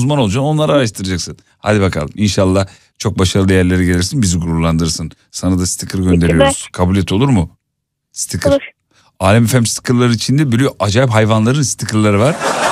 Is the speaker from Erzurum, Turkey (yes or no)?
yes; Erzurum, Turkey